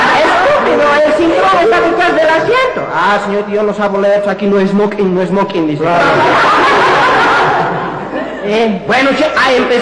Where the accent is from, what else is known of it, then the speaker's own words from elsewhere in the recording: Bolivia; Como los bolivianos no tenemos mar, no sabemos nadar.